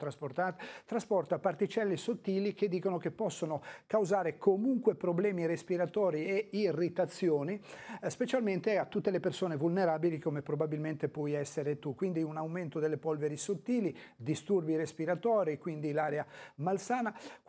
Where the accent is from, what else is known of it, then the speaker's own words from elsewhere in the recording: Genoa, Liguria, Italy; Io stamattina non respiro bene e mi gira molto la testa, sono di Borgoratti.